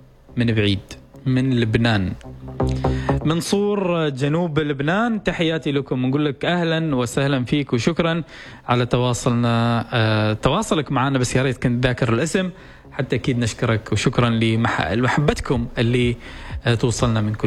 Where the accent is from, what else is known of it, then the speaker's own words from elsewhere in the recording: Oman; عندنا في سلطنة عمان